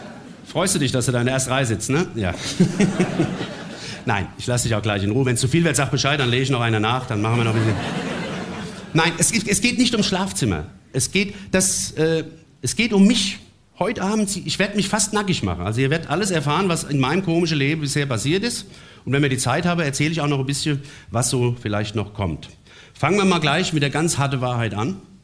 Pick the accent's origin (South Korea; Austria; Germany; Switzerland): Germany; Offenbach am Main, Hesse; ich komme ja aus Offenbach, das wisst ihr.